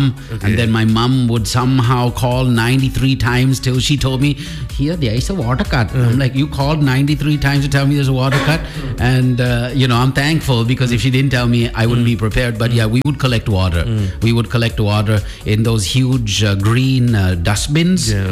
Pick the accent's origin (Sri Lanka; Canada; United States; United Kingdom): Sri Lanka; Western Province; Katubed, my hometown